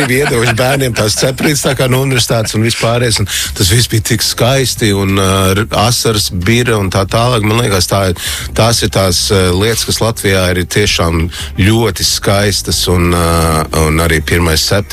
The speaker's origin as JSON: {"language": "Latvian", "town": "Toronto", "region": "Ontario", "country": "Canada", "tie": "born or raised there", "moved": "yes", "lives_now": "Latvia", "said": "Pirmajā klasē es biju Toronto"}